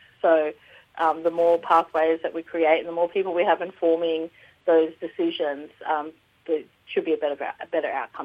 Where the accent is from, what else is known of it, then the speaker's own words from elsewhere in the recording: Queensland, Australia; I'm a Cubby Cubby, Bayili, Birri and Southsea Island woman, and I live in Redcliffe on my father's country